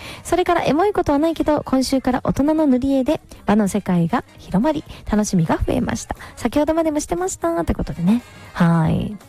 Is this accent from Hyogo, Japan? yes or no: yes; Nishinomiya, Hyogo, Japan; 我が地元兵庫県の西宮市にやってくるとのことで、 阪急西宮ガーデンズへ行きました。